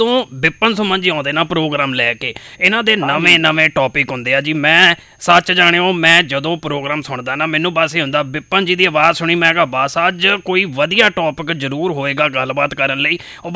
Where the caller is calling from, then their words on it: Punjab, India; ਲਾਗੇ ਸਮਰਾਮ ਤੋਂ ਗੱਲ ਕਰ ਰਿਹਾ ਜੀ। ਬਹੁਤ ਬਹੁਤ ਸਵਾਗਤ ਤੁਹਾਡਾ ਜੀ ਸਾਡੇ ਪਿੰਡ ਚ।